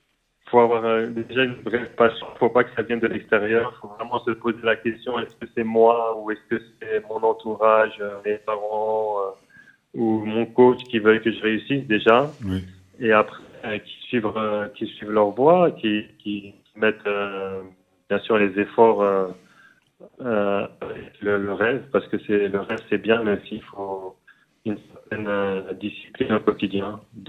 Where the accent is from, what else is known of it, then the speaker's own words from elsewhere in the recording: Paris, Île-de-France, France; moved away as an adult; en tant que Parisien